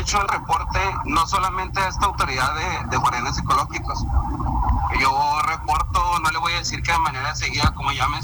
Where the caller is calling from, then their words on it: Mexico; Yo vivo en Rincones de Salvarca.